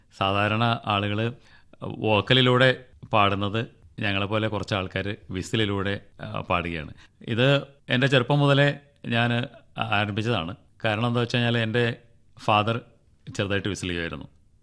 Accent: Koothattukulam, Kerala, India; ഞാൻ എറണാകുളം ജില്ലയിലെ കൂത്താട്ടുകുളം സ്വദേശിയാണ്.

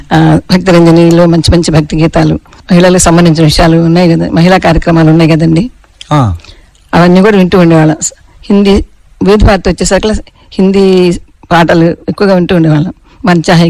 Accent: Anantavaram, Andhra Pradesh, India; moved away; నా చిన్నతనం అనంతవరం పల్లెటూరులో గడిచిందండి. నేను ఎలిమెంటరీ స్కూల్లోను, జిల్లా పరిషత్ హై స్కూల్లోను, 10వ తరగతి వరకు అనంతవరం గ్రామంలోనే చదువుకున్నాను.

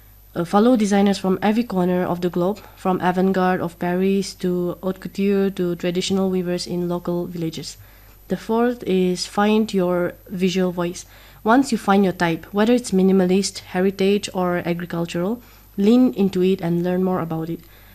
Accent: Nagaland, India; born or raised there

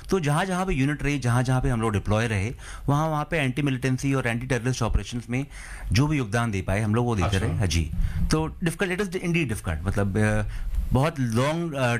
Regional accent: Lucknow, Uttar Pradesh, India; जी मैं मूलतः लखनऊ का रहने वाला हूँ

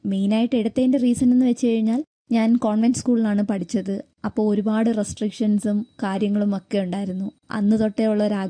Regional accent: Bangalore, Karnataka, India; ഞാൻ ബാംഗ്ലൂർ സ്വദേശിനിയാണ്. ജനിച്ചതും വളർന്നതും എല്ലാം ബാംഗ്ലൂരാണ്. മലയാളി തന്നെയാണ്. നാട്ടിൽ കൊല്ലം.

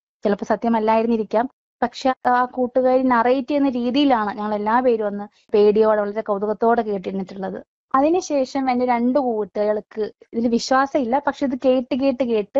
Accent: Kottarakkara, Kerala, India; ഞാൻ കൊട്ടാരക്കര സ്വദേശിനി ആയതുകൊണ്ട് തന്നെ എവിടെ പോയാലും നാട് ചോദിക്കുമ്പോൾ കൊട്ടാരക്കര എന്ന് പറയുമ്പോൾ ചേർന്ന് വരുന്ന ഒരു വാക്കാണ് ഉണ്ണിയപ്പം കൊണ്ടുവരാണ്.

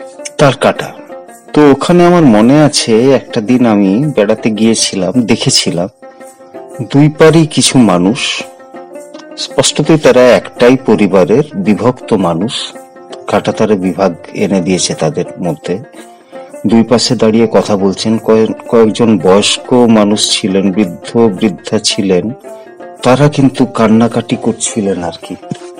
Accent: West Bengal, India; আমি যেমন ব্যক্তিগতভাবে বাঁকুড়া জেলার মানুষ।

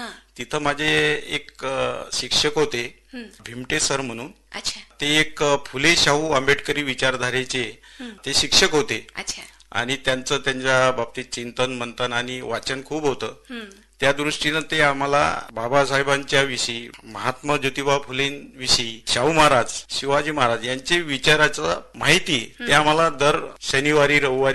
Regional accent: Sindhi Budruk, Maharashtra, India; also born or lived in Wardha; 1969 साली झालेला आहे आणि माझं बालपण आणि माझा जन्म हा सिंधी बुद्रुक तालुका अचलपूर या खेड्यामध्ये झालेला आहे

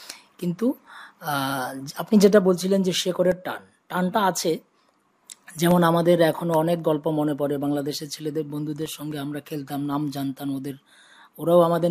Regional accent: Ishanchandranagar, Tripura, India; এই আমাদের ত্রিপুরার ঈশানচন্দ্রনগর যে আমাদের গ্রামের যে স্কুল

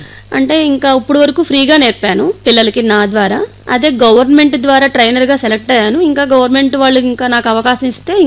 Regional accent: Andhra Pradesh, India; అది మా ఊరు ఏలూరు పక్కన చదుమేళ్ళని 5 కిలోమీటర్స్ ఉండేది.

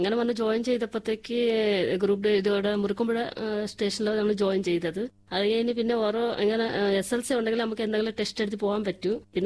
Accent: Nellore, Andhra Pradesh, India; Malayalam is a second language; moved away as an adult; now in Thiruvananthapuram, India; ആന്ധ്രാപ്രദേശിലാണ്, നെല്ലൂർ സ്ഥലത്താണ്.

